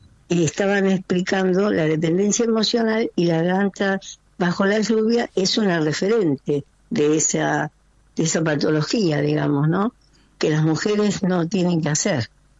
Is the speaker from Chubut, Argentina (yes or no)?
yes; Chubut, Argentina; born there; Yo soy de Chubut. En mi provincia es Chubut. Nací en Chubut.